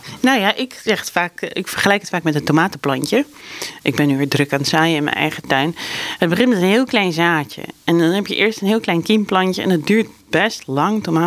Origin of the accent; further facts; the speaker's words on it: Amsterdam, North Holland, Netherlands; now in Zwolle, Netherlands; Maar ik kom uit Amsterdam en daar is het ook heel leuk.